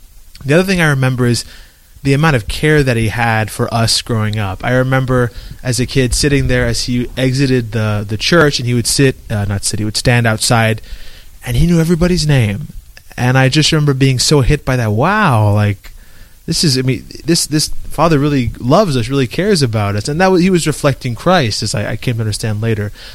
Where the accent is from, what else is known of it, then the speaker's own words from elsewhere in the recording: Homestead, Florida, United States; I come from Homestead, Florida, which is about 30 minutes south of the city of Miami, but all part of the Archdiocese. I grew up in a very Catholic household. I was adopted when I was about 2 weeks old